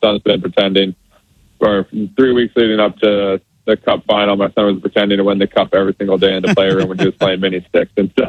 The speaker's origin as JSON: {"language": "English", "region": "Colorado", "country": "United States", "tie": "born or raised there", "said": "My mom was a full-time Uber driver, driving 5 kids around to all their hockey practices growing up in Colorado."}